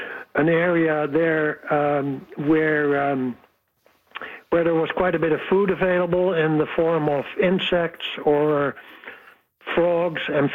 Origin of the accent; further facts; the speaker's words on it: Netherlands; moved away; I grew up in the Netherlands.